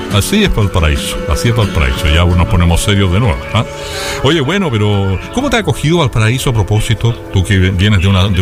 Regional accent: Valparaíso, Chile; moved away as an adult; now in Quilpué, Chile; Yo soy porteño de origen, vivo en Quilpué hace ya la segunda mitad de mi vida

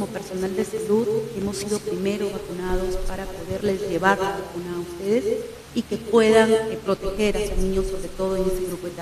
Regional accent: Piura, Peru; mi población piurana, nosotros tenemos, lo digo así también porque soy del Bajo Piura

